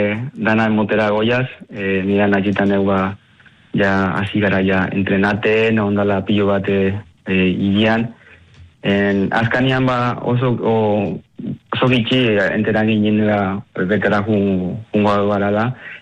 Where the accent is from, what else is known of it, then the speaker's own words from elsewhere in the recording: Lekeitio, Basque Country, Spain; born there; also born or lived in Paraguay; gu edu inginin Lekitxon, ondala pilo bat urte, ja, 18 urte hori